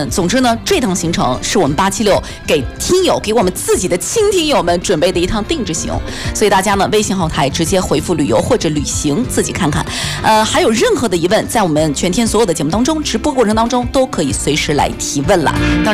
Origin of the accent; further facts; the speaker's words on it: Shanxi, China; born there; moved away; 我回忆我的家乡，我想念它的时候，我可能就会给自己做一碗贴尖儿，